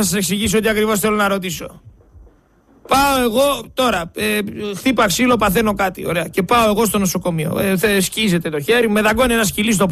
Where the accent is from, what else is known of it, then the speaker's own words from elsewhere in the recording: Greece; πληρώνω σαν Έλληνας πολίτης